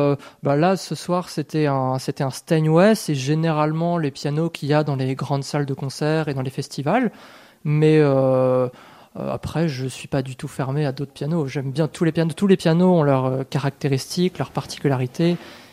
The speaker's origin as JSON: {"language": "French", "town": "Blois", "region": "Centre-Val de Loire", "country": "France", "said": "Alors, moi, je suis originaire donc de Blois, donc c'est pas très loin."}